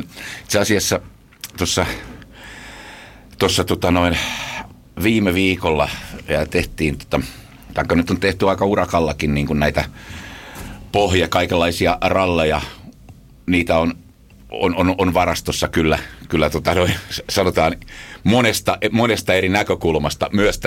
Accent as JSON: {"language": "Finnish", "town": "Tampere", "region": "Pirkanmaa", "country": "Finland", "tie": "born or raised there", "said": "Mä oon syntynyt Atalassa, eka 10 vuotta asuin Atalassa ja sitten muutettiin Nekalaa. Siellä asuin semmoisen melkein 5 vuotta ja sitten siitä Multisiltaa"}